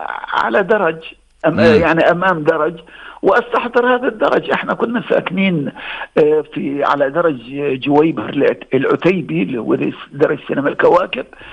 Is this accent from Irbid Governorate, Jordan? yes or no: no; Amman, Amman Governorate, Jordan; عندنا في عمان أسر شركسية وأسر شامية وأسر فلسطينية وأسر عراقية،